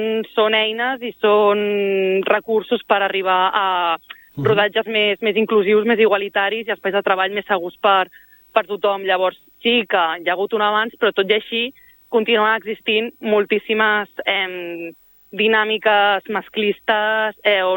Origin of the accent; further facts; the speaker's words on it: Castelldefels, Catalonia, Spain; moved away as an adult; del meu poble, que ara ja, per desgràcia, ja no visc allà